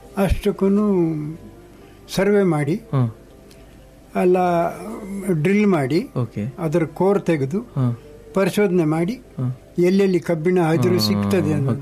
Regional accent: Chokkenahalli, Karnataka, India; moved away as an adult; also born or lived in Kudremukh, Chikmagalur district; now in Mangalore, India; ನಮ್ಮ ಊರು ಚಂದ್ರಾಪಟ್ಟಣ ತಾಲೂಕು, ಬಾಗೂರು ಹೋಬಳಿ, ನುಗ್ಗೇಹಳ್ಳಿ, ಚೊಕ್ಕೇನಹಳ್ಳಿ ಅಂತ, ಚೊಕ್ಕೇನಹಳ್ಳಿ, ಹಾಸನ್ ಡಿಸ್ಟ್ರಿಕ್ಟ್

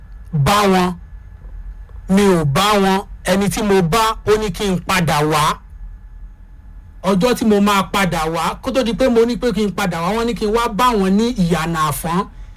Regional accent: Ilorin, Kwara, Nigeria; mo wa lati ilu Ilorin ni adugbo ti won pe ni Gakanbi

